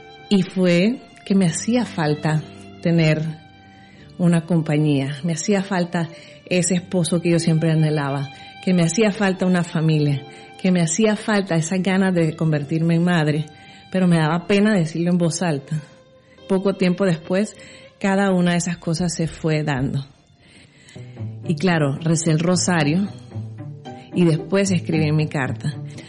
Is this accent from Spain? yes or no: no; Honduras; moved away as an adult; now in United States; Yo soy de Honduras, pero he vivido la mitad de mi vida aquí en Estados Unidos.